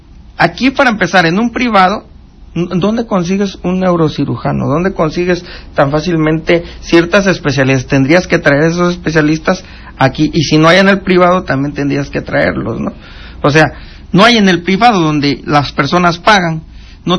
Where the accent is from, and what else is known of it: Petatlán, Guerrero, Mexico; born or raised there; now in Zihuatanejo, Mexico